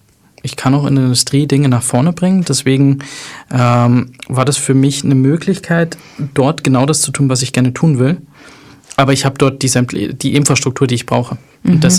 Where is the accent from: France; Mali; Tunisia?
Tunisia